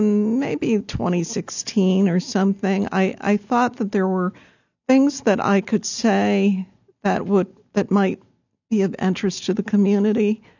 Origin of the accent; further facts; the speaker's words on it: Detroit, Michigan, United States; moved away as an adult; now in Fargo-Moorhead, United States; Okay. I grew up in the Detroit area